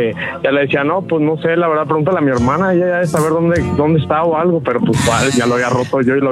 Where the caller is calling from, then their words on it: Guadalajara, Jalisco, Mexico; De acá, de Guadalajara